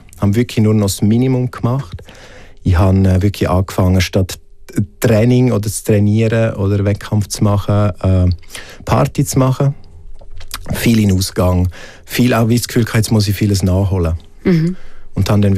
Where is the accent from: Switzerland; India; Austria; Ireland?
Switzerland; Graubünden; moved away; als ich dann weg bin aus dem Engadin und dann auf Zürich bin, dort sind eher die heftigeren Abstürze dann gekommen.